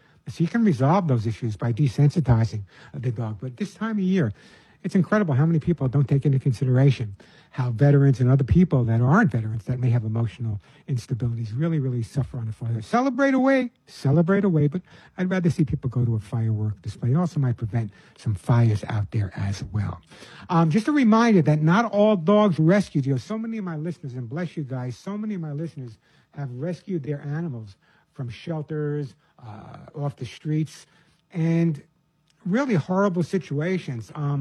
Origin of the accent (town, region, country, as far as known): New York, United States